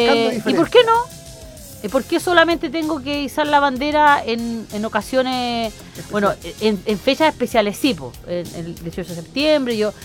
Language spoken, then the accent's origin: Spanish; Chile; no somos chilenos solamente en septiembre, yo siempre digo.